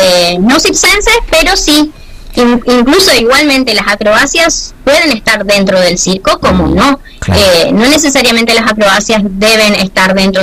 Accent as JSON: {"language": "Spanish", "town": "Jardín América", "region": "Misiones", "country": "Argentina", "tie": "born or raised there", "said": "la ciudad de Jardín América, de donde soy oriunda. Y bueno, hace 2 años más o menos estoy desarrollando las actividades también en mi ciudad."}